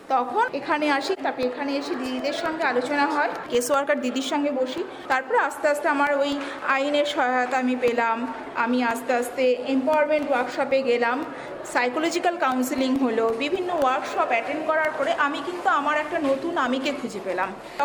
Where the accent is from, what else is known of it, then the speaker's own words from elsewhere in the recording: Assam, India; moved away as an adult; now in Kolkata, India; আমি অ্যাকচুয়ালি আসামের মেয়ে, বিবাহ সূত্রে আমি এখানে আসি।